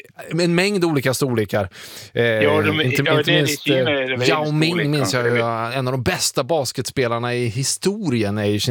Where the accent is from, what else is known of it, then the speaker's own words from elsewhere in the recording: Värmland, Sweden; Jag är från Värmland.